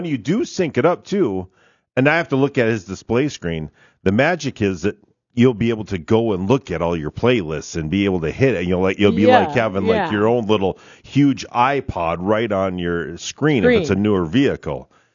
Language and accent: English; Barnesville, Minnesota, United States; That happens a lot in my hometown on the old Highway 9-34 thing, the Comstock Road.